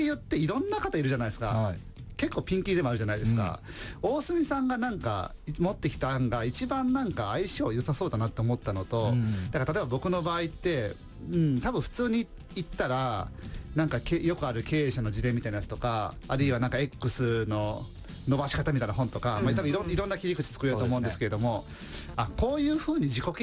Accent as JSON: {"language": "Japanese", "region": "Kansai", "country": "Japan", "accent": "Kansai dialect", "moved": "yes", "lives_now": "Tokyo, Japan", "said": "一応関西弁はねネイティブではあるのですけれども、うんね、やっぱり東京に来て喋ることってまあまあないじゃないですか"}